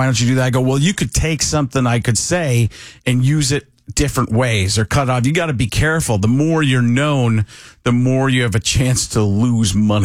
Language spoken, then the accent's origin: English; Waukesha, Wisconsin, United States; I'm from Waukesha, Wisconsin, probably 40 minutes away from there.